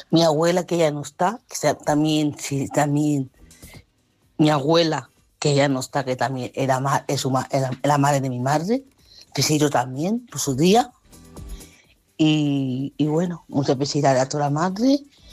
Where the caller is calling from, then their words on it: Terrassa, Catalonia, Spain; de Terrassa.